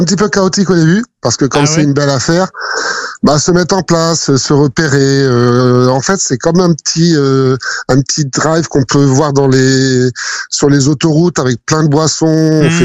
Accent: Normandy, France; also born or lived in Brittany; now in Talais, France; je suis normand, mais on a vécu en Bretagne, ouais, pendant qu'on gérait l'hôtel. Ouais. Et après, on est venu dans la région

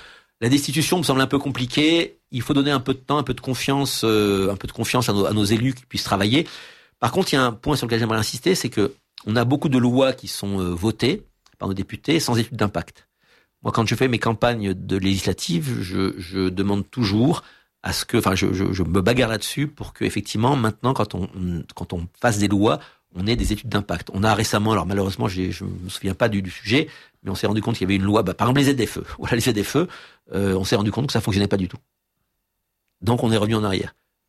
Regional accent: France; en tant que Français de l'étranger, c'est un sujet qui nous concerne.

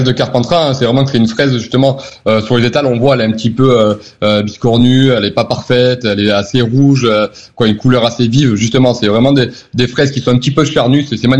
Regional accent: Sicily, Italy; now in Pertuis, France; chez moi en Sicile

